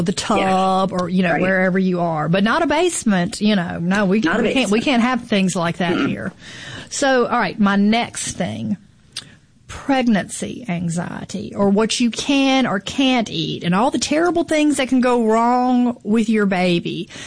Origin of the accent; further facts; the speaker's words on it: Mississippi, United States; I'm from the Delta, and we've got good dirt in the Delta.